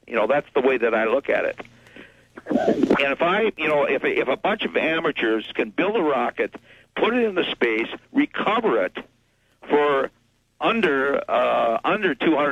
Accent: United States; because I'm an American... I cannot go out 12 miles out in international water and launch that rocket.

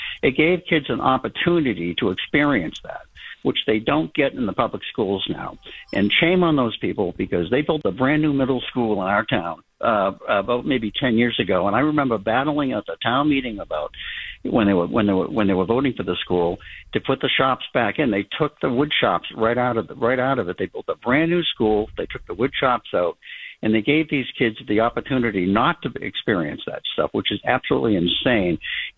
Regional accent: Lynn, Massachusetts, United States; born there; now in Wakefield, United States; When I was in the seventh grade, I went to public school in Lynn

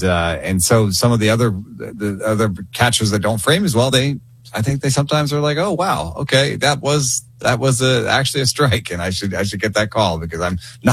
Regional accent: Atlanta, Georgia, United States; growing up in Atlanta in the in the late 80s and early 90s

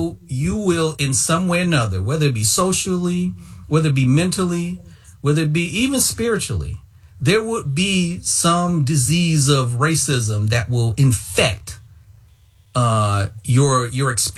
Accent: United States; I am an American because of the fact that, you know, my ancestors was brought here through slave boats.

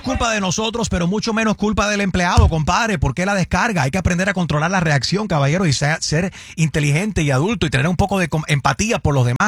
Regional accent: Puerto Rico; Y soy puertorriqueño.

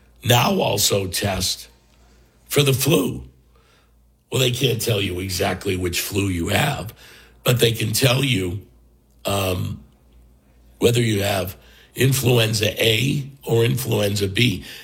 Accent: Ireland; I can make that joke because I'm Irish.

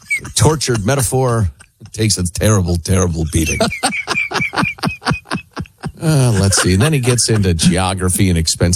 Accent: Chicago, Illinois, United States; I grew up in Chicagoland where the summers were absolutely sweltering.

